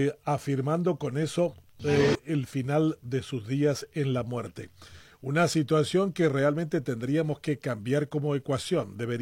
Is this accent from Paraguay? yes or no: yes; Paraguay; nuestra entendedera de los paraguayos